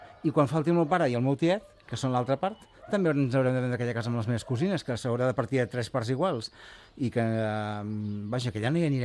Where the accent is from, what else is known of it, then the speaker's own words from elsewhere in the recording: Gironella, Catalonia, Spain; born there; jo en tinc més d'un. Mira, jo tinc el que vaig néixer, que és Gironella, el Berguedà, que és poble.